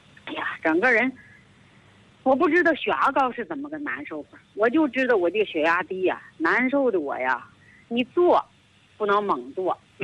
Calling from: Shijiazhuang, Hebei, China; 我就是河北的，河北石家庄的。

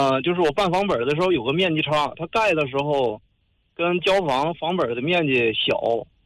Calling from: Shijiazhuang, Hebei, China; 我是石家庄的一名业主，我是鹿泉区铜冶镇御景院的业主

